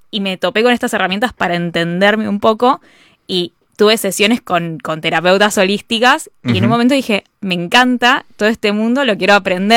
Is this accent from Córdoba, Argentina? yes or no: no; Martínez, Buenos Aires Province, Argentina